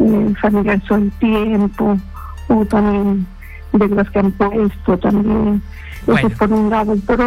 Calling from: Lima, Peru; De Independencia

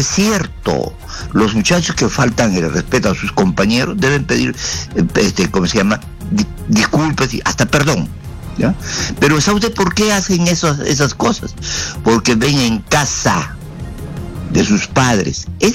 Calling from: Chincha Alta, Ica, Peru; Y te hablo desde Chincha.

